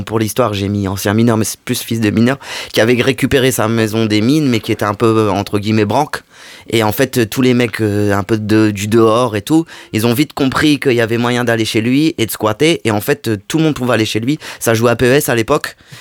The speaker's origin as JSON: {"language": "French", "town": "Liévin", "region": "Hauts-de-France", "country": "France", "lives_now": "Lille, France", "said": "moi je suis originaire d'ici. Mm-hmm. Donc je suis de Liévin exactement. Et un peu à Lens, et bon, ça fait très longtemps que je suis à Lille"}